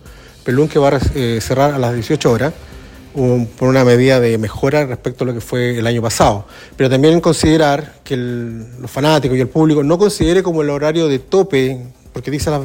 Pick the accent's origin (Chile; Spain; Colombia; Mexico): Chile; a todos los que somos chilenos